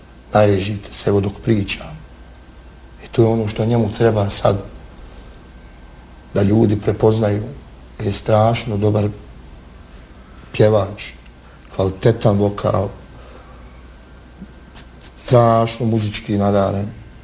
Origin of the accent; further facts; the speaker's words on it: Bosnia & Herzegovina; bio sam samo ja kao Bosanac